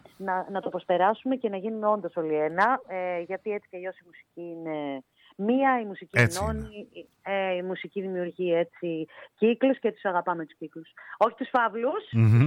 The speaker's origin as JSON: {"language": "Greek", "town": "Thessaloniki", "region": "Central Macedonia", "country": "Greece", "said": "Είμαστε μαζί από τη Θεσσαλονίκη, έτσι ξεκινήσαμε παρέα την πορεία μας."}